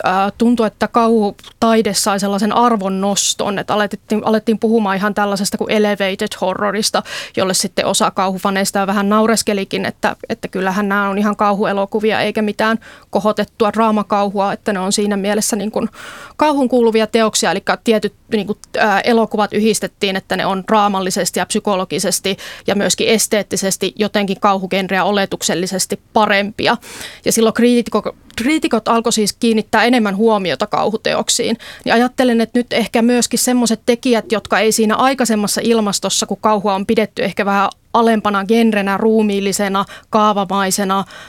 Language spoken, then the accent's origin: Finnish; Imatra, South Karelia, Finland; moved away; itsehän olen siis Imatralta kotoisin alun perin